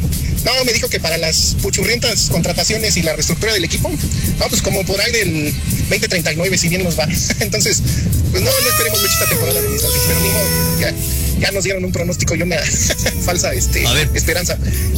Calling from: Cuautla, Morelos, Mexico; Buenos días … de Cuautla aquí

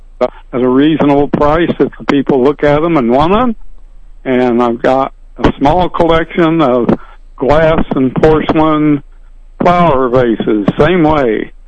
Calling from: Norborne, Missouri, United States; I'm calling from Norbourne.

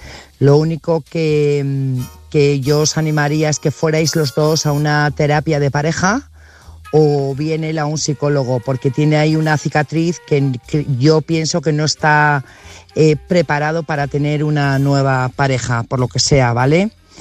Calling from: Burgos, Castile and León, Spain; corresponsal de Burgos.

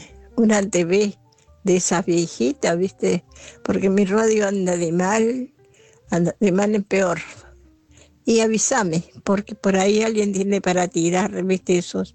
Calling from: Gregorio de Laferrere, Buenos Aires Province, Argentina; de La Ferrere.

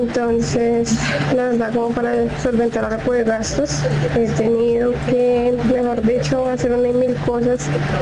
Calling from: Bogotá, Colombia; Para declarar que somos de Bogotá

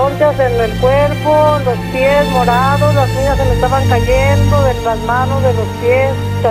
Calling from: Guadalajara, Jalisco, Mexico; Yo de aquí, de Guadalajara.

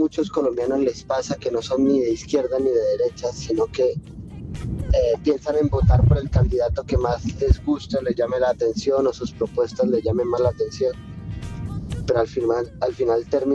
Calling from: Lleida, Catalonia, Spain; buenos días desde Lérida, España.

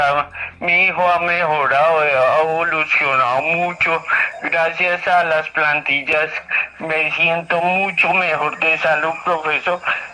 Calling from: Bogotá, Colombia; De aquí, el barrio Álamos.

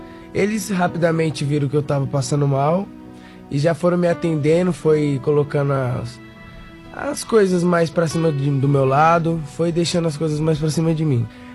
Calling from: São Bernardo do Campo, São Paulo, Brazil; sou de São Bernardo do Campo

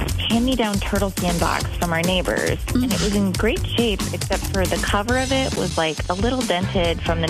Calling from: Madison, Wisconsin, United States; I'm from Madison.

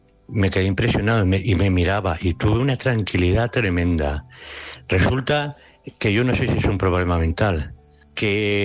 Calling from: Tenerife, Canary Islands, Spain; vivo en Tenerife 25 años.

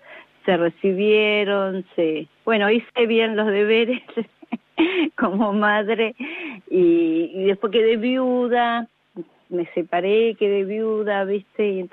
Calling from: Mar del Plata, Buenos Aires Province, Argentina; de Mar del Plata.

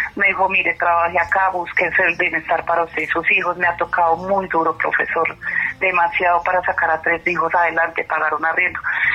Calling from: Bogotá, Colombia; De acá del barrio Yomasa, en Bogotá.

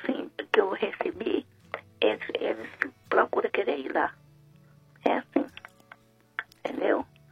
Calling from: São Paulo, Brazil; Aqui da Itaquera.

